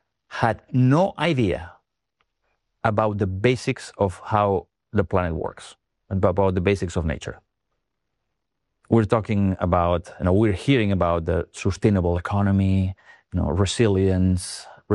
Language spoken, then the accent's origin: English; Catalonia, Spain; I grew up in Catalonia, on the Costa Brava, the Mediterranean coast of Spain.